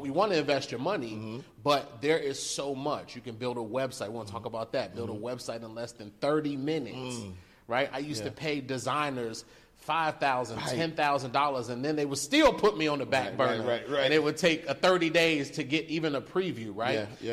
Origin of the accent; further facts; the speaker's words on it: Chicago, Illinois, United States; I'm a boy from the South Side of Chicago, Chi-Town stand up.